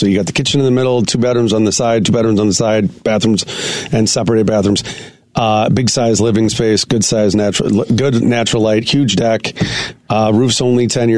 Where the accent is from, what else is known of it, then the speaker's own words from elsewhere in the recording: Wilmette, Illinois, United States; I'm like, I'm from Wilmette.